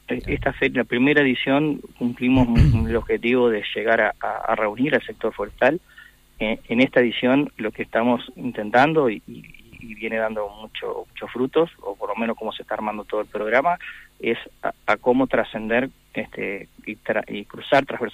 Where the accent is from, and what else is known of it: Uruguay